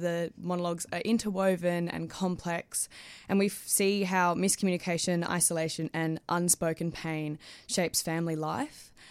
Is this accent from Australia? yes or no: yes; Perth, Western Australia, Australia; moved away; I have family who are based in regional Australia. I'm originally from Perth, Western Australia.